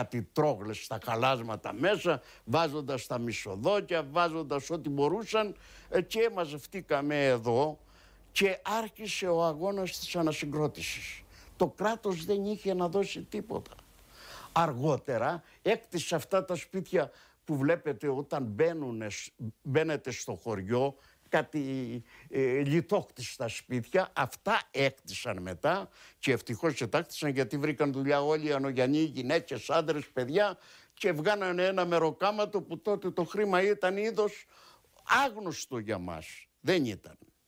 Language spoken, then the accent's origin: Greek; Anogeia, Crete, Greece; born there; τον τόπο μου